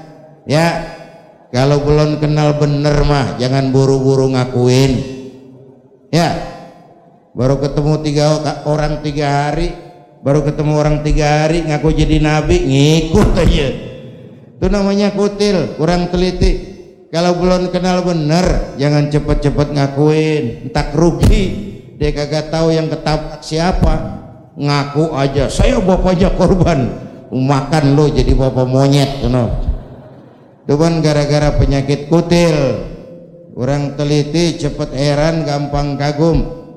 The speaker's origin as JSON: {"language": "Indonesian", "country": "Indonesia", "tie": "born there", "said": "Saya ini bersyukur lahir di Indonesia. Saya ini bangga jadi anak Indonesia."}